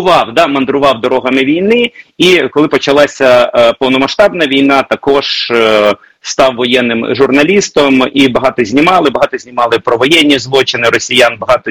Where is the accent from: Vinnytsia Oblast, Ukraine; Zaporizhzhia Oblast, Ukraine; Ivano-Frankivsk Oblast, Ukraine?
Zaporizhzhia Oblast, Ukraine; moved away; І я коли приїхав сюди, на Запоріжжя, в Оріхів, я це, розумієте, це мій рідний край. Це мій рідний край, я сам навчався в Запоріжжі, Оріхів, Мала Токмачка, там Роботіне, Пологи, це далі. Це дорога додому, тобто це мої знайомі місця